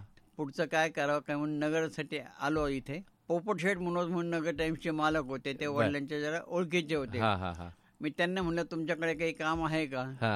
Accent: Parner, Maharashtra, India; born there; also born or lived in Ahmednagar; माझं बालपण, माझे वडील कोटामध्ये नोकरीला होते, त्यामुळे माझं बालपण काही सुरुवातीला नगरला मॉन्टेसरीपर्यंत आणि नंतर पहिली ते 8वीपर्यंत माझं पारनेरला इथे झालं.

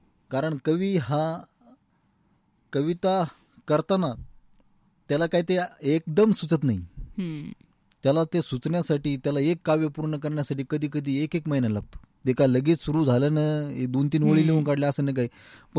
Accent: Maharashtra, India; मुळा आणि प्रवर, आमच्या गावापासून 5 किलोमीटर संगम आहे दोन्हीचा

